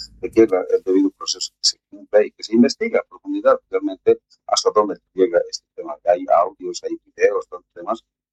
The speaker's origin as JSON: {"language": "Spanish", "country": "Bolivia", "said": "simplemente nosotros como bolivianos, como una organización sindical, siempre exigimos y pedimos que se respete por soberanía nacional, ¿no?"}